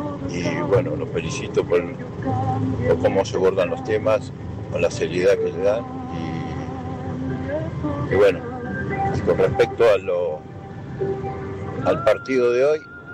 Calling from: Picún Leufú, Neuquén, Argentina; Trabajo en Catiel y vivo en Pico Leopú.

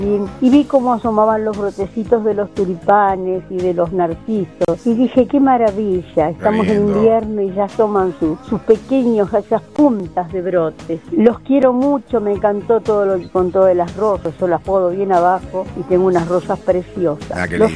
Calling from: Bariloche, Río Negro, Argentina; de Bariloche.

